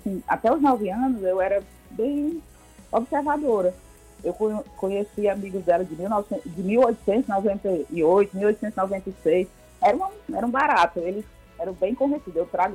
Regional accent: Quixadá, Ceará, Brazil; born there; moved away as an adult; now in Horizonte, Brazil; a gente saiu de Quixadá, a minha vida toda praticamente assim, adulta e de estudo. Eu vim para Horizonte, aqui perto de Fortaleza, ia e vinha todo dia

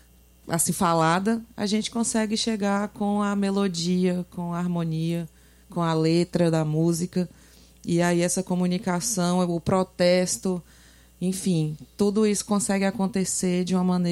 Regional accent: Bahia, Brazil; Sou baiana. Sou baiana do extremo sul. Ali pertinho já do sudeste, né?

